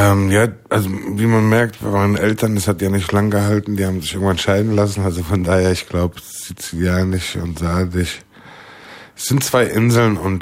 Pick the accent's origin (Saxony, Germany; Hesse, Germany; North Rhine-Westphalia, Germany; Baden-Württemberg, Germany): Hesse, Germany; Frankfurt; ich bin erstmal Frankfurter.